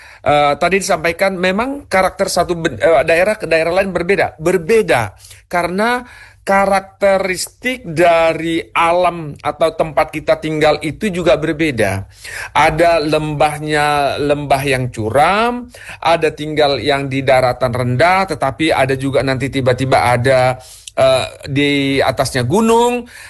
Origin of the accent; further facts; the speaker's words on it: North Sumatra, Indonesia; moved away; Saya orang Sumatera Utara, pernah bekerja di Sulawesi Utara, pernah di Takengon, pernah di mana tempat.